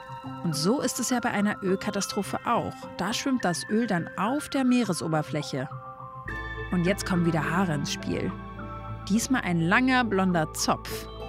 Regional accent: Berlin, Germany; Normalerweise mache ich das ja in meiner Heimatstadt Berlin.

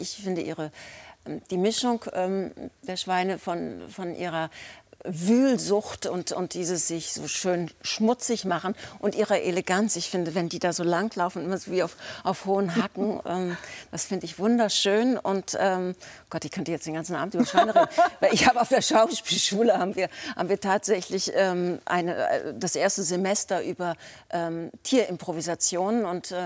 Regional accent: Berlin, Germany; Ich bin ja in Berlin teilweise aufgewachsen, und aber auch schon im Spandauer Forst.

